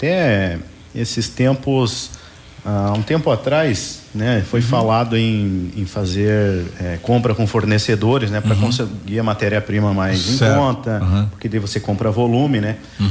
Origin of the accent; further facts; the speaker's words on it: Joaçaba, Santa Catarina, Brazil; Uma cidade de 30 mil habitantes, não é toda cidade de pequeno porte que tem um teatro. Então a cultura está enraizada na nossa cidade.